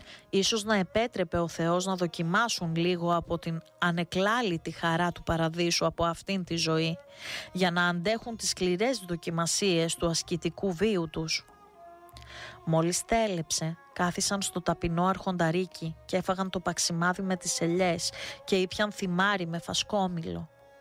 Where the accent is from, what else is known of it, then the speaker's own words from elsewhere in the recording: Istanbul, Turkey; Ορφάνεψα από μικρός Και έτσι με ανέλαβε ο θείος μου, ο καθηγητής, και μεγάλωσα στην Κωνσταντινούπολη.